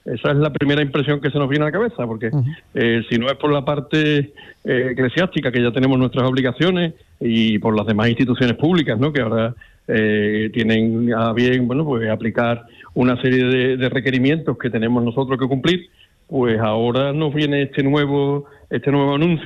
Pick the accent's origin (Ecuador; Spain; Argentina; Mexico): Spain; Jerez de la Frontera, Andalusia; also born or lived in Seville; Soy sevillano de nacimiento, hermano de la hermandad de la Iniesta de toda mi vida, y jerezano de adopción, vivo aquí desde prácticamente desde que nací